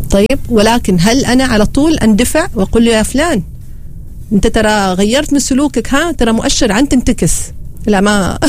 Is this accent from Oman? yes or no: yes; Oman; احنا عندنا في عمان وفي دول الخليج